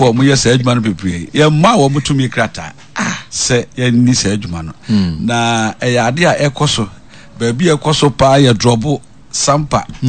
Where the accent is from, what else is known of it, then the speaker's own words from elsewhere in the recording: Ghana; West Africa sub-region ha, yeah, … and I'm from Ghana